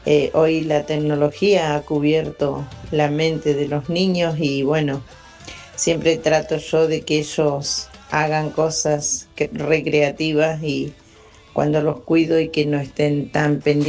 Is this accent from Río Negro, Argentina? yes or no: yes; Villa Regina, Río Negro, Argentina; born there; de Villa Regina, Río Negro. Mi infancia, les voy a hacer un resumen. Mi infancia fue vivir en unas chacras, lejos del pueblo. Los vecinos más cercanos estaban a 500 metros.